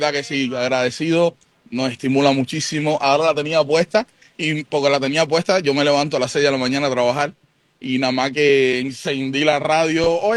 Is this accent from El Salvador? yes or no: no; Cuba; moved away as an adult; now in United States; yo nací en ese comunismo